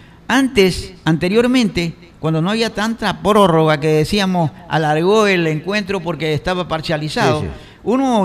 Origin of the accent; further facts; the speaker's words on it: Ecuador; como ecuatorianos que somos